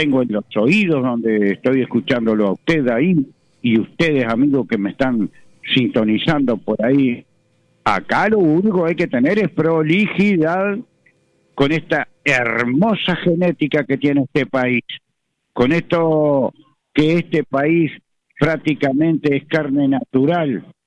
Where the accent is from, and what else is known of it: Uruguay